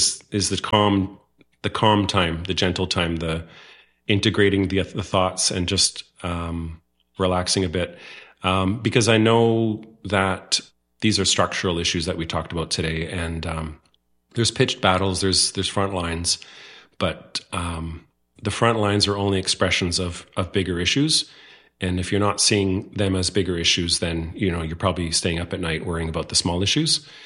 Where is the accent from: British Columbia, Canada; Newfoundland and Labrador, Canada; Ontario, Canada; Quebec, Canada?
British Columbia, Canada; North Vancouver; I grew up in North Vancouver, so I'm certainly familiar with the place.